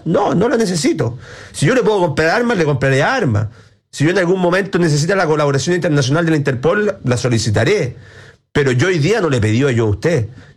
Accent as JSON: {"language": "Spanish", "country": "Chile", "said": "Y por eso tenemos que ser lo suficientemente choritos también como chilenos, de pararnos, que seamos perros chicos y decirle, compadre, conmigo no."}